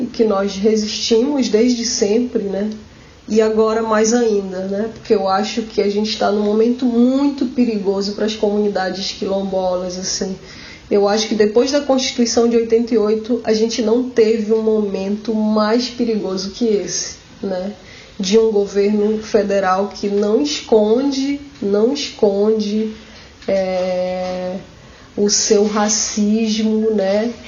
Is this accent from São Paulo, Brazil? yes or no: no; Pará, Brazil; na região do Rio Bujaru, aqui no Pará, na região Guajarina, de onde eu sou